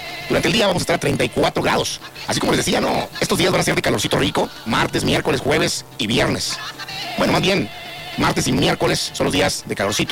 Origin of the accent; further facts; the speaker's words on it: Navojoa, Sonora, Mexico; now in Nogales; yo soy del Valle del Mayo.